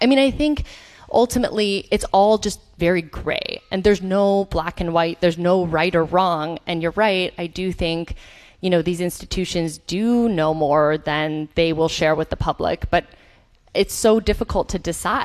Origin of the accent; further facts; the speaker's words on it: Chicago, Illinois, United States; so I'm from Chicago originally. I came to undergrad at Tufts in 2006